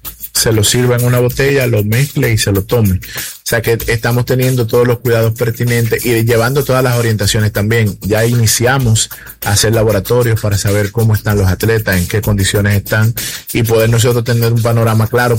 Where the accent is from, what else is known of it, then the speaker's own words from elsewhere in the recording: Dominican Republic; now in El Salvador; y creo que mucha gente ya sabe que yo soy dominicano, entonces sé muchos temas de salubridad que se manejan allí de forma diferente en Salvador.